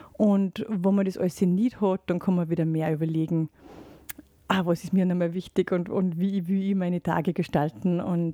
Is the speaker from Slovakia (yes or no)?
no; Salzburg, Austria; moved away as an adult; Also ich bin ursprünglich aus dem Pinzgau, aber jetzt schon seit 2013 in Salzburg und denke, es ist schon ein bisschen abgemildert, ein bisschen abgeflacht und hoffe, dass ich gut zu verstehen bin.